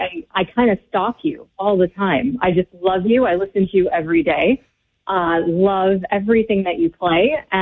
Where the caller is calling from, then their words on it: Lake Mary, Florida, United States; I'm calling from Lake Mary, Florida.